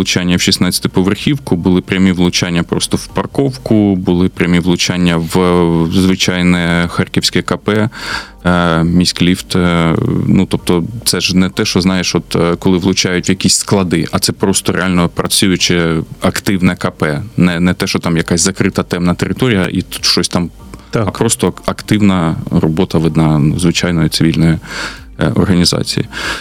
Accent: Chuhuiv, Kharkiv Oblast, Ukraine; Ну, я як уродженець Чугуєва, я знаю, що там де що розташовано.

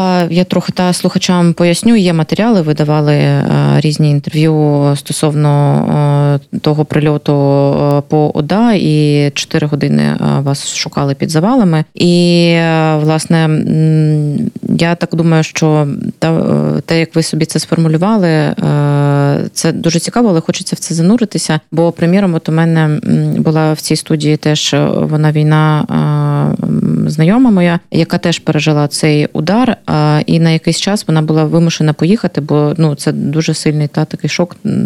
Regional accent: Luhansk Oblast, Ukraine; now in Kharkiv, Ukraine; я з Луганщини

